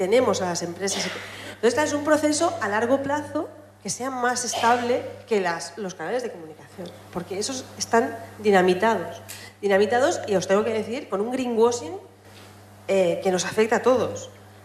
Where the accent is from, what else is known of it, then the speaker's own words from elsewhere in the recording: Sagunto, Valencian Community, Spain; yo soy de Sagunto